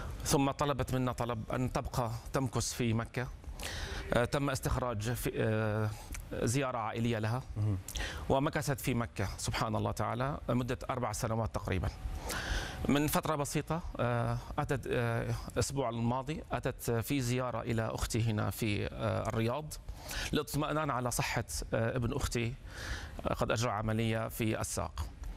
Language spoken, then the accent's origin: Arabic; Syria; now in Qatar; نحن في نظرنا شعب السوري 14 سنة عانينا من هذا الأمر.